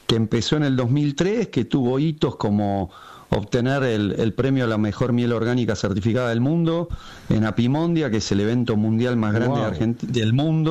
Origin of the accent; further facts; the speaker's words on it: Argentina; esto es Argentina y somos argentinos, así que también agradecido desde ese lugar.